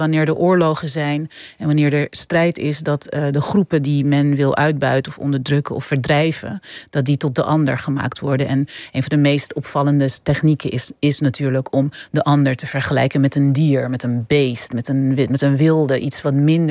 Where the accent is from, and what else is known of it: Netherlands